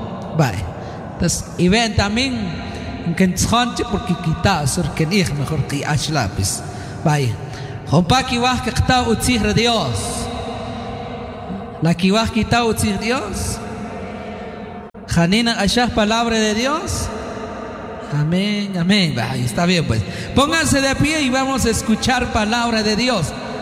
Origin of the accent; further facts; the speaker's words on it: Chichicastenango, Quiché, Guatemala; somos de Chichicastenango